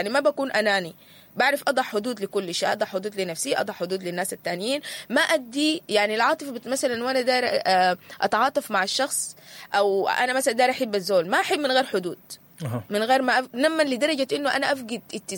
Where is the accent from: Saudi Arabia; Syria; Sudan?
Sudan; احنا كسودانيين, انا هقول كسودانيين